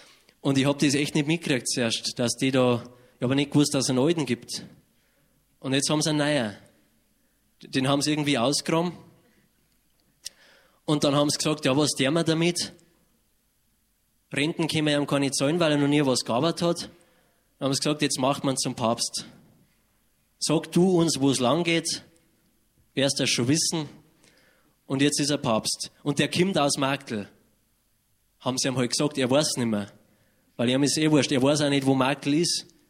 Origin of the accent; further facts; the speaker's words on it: Zeitz, Saxony-Anhalt, Germany; Und zwar, ich komme ja aus Zeigen. Das kennen jetzt die meisten nicht. Das Zeigen, da bin ich daheim.